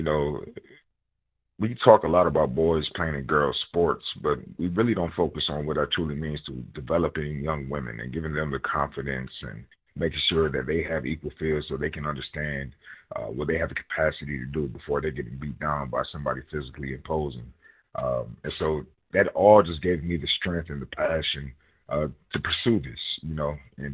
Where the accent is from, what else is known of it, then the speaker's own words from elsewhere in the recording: Flint, Michigan, United States; as an American first guy, as in a Navy veteran, retired federal agent, born and raised in Flint.